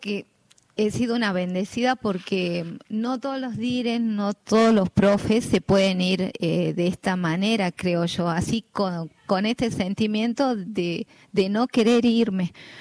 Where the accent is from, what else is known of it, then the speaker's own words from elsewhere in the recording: Moreno, Argentina; yo soy de Moreno en realidad, yo vivo en Moreno.